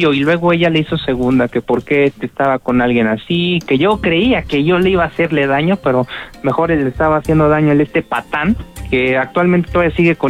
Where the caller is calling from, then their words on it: Mexico City, Mexico; Desde aquí, desde la colonia Portales.